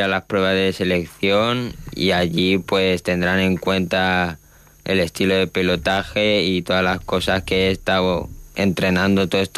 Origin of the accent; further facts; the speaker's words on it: Spain; born there; Pues la triple nacionalidad viene de mi padre porque es boliviano, mi madre que es colombiana y yo nací aquí en España.